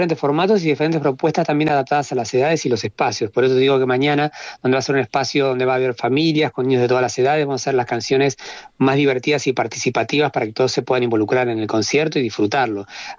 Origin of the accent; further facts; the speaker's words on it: Buenos Aires, Argentina; moved away as an adult; also born or lived in Bariloche, Argentina; now in Alicante, Spain; Yo, si bien soy de Buenos Aires originalmente, los últimos 25 años antes de venir aquí viví en Bariloche, que es la Patagonia argentina.